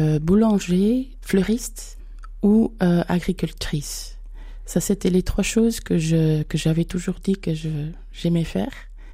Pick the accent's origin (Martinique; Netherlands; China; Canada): Netherlands; Amsterdam, North Holland; now in Franche-Comté, France; J'ai grandi surtout avec ma mère à Amsterdam.